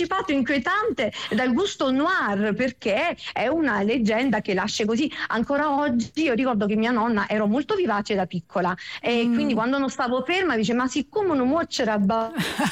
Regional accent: Satriano di Lucania, Basilicata, Italy; also born or lived in Belgium

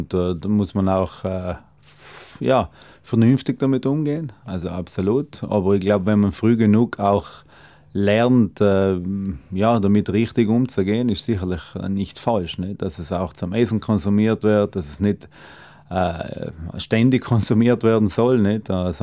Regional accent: Trentino-Alto Adige, Italy; wo wir auch herkommen als Südtiroler

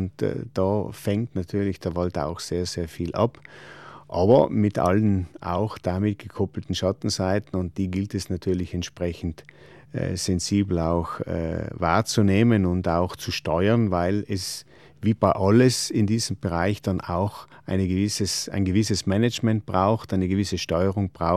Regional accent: Trentino-Alto Adige, Italy; wir als Südtiroler, wir leben ja in einem Gebirgsland

